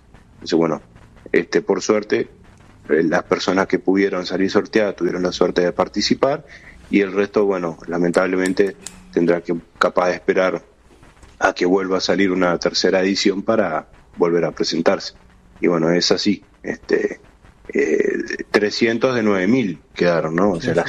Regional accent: Montevideo, Uruguay; born there

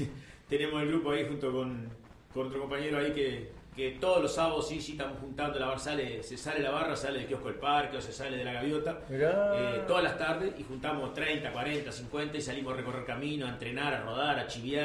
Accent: Montevideo, Uruguay; no soy de Salto Nuevo, toda mi vida viví lo que es a la vuelta de River, el barrio acá del asilo, acá viví ahí.

